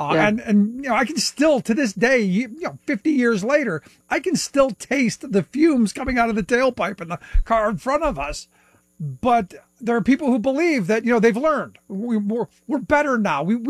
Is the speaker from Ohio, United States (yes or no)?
yes; Cleveland, Ohio, United States; No, look, I grew up in Cleveland, and I often coin it the home of the reason you need an EPA and the Clean Water and Air Act. Because, look, Lake Erie when I was a kid was not a place you went into.